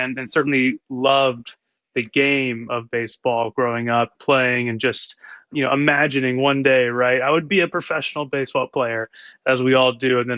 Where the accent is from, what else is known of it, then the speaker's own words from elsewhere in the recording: North Carolina, United States; also born or lived in Florida; as many who grew up in the Southeast, I grew up in Florida and then North Carolina.